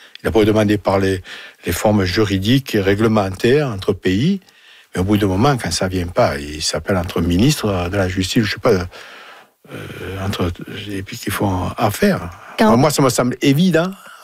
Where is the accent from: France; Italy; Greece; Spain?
France; Marseille, Provence-Alpes-Côte d'Azur; accent: Marseille; avec mon accent, je suis de Marseille, bien sûr.